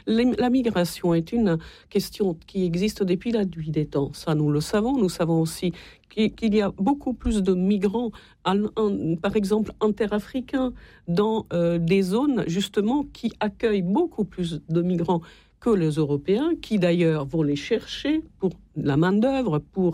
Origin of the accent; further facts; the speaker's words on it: Italy; Vous savez, moi, je suis italienne, je ne viens pas d'un pays...